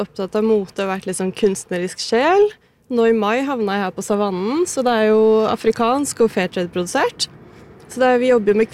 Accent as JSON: {"language": "Norwegian", "town": "Flisa", "region": "Innlandet", "country": "Norway", "said": "Jeg er fra Flisa, midt mellom Elverum og Kongsvinger, og så har jeg havnet i byen da."}